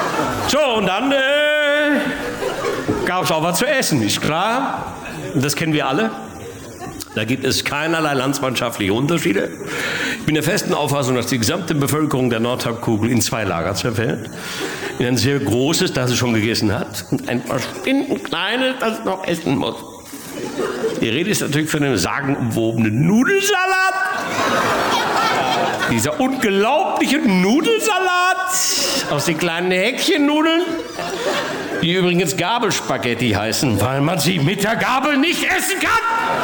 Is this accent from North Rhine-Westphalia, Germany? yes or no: yes; North Rhine-Westphalia, Germany; Jetzt komme ich aus dem Ruhrgebiet und wir bei uns zu Hause, das werden Sie nicht kennen, wir sind ja, sogenannte Wirkungstrinker.